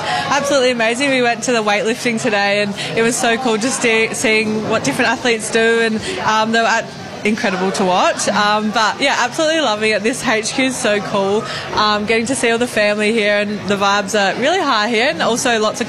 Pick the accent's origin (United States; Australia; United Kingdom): Australia; Kangaroo Island, South Australia; also born or lived in Adelaide; I'm coming from Kangaroo Island. It's a very isolated little island. And then moving up to Adelaide for netball